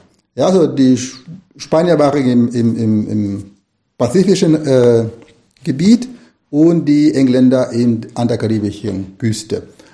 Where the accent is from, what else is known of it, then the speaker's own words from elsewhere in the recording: Nicaragua; moved away; also born or lived in Costa Rica; Also ich bin in Costa Rica geboren, aber in Nicaragua aufgewachsen und deswegen betrachte ich mich mehr als Nicaraguaner, den als Costa Ricaner. Aber ich bin beides, tatsächlich.